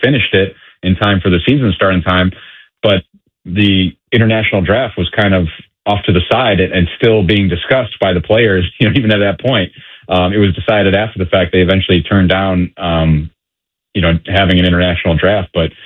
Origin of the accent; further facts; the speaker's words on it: Cleveland, Ohio, United States; You know, I grew up in Cleveland